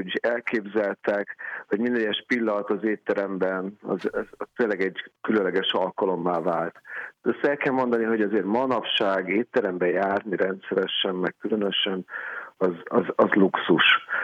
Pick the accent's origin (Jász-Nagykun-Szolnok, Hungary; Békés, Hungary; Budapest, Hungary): Budapest, Hungary; de a Modizsmond körtér mellett nőttem fel, és ott a Gellért szállodában nagyon sok izgalmas autót láttam